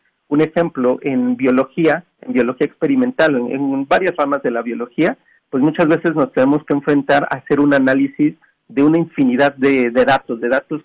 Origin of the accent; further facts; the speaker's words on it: Mexico; nosotros como mexicanos